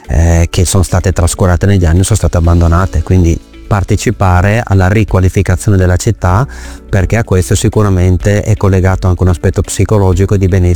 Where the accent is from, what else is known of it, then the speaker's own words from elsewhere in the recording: Brescia, Lombardy, Italy; now in Verona, Italy; sono bresciano